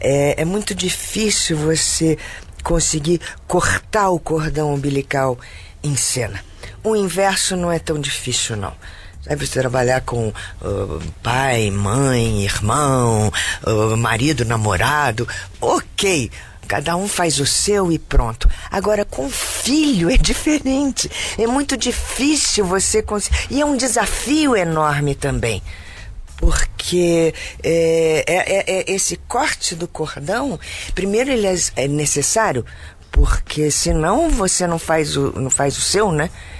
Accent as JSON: {"language": "Portuguese", "region": "Rio de Janeiro", "country": "Brazil", "tie": "born or raised there", "lives_now": "São Paulo, Brazil", "said": "Sou natural do Rio de Janeiro."}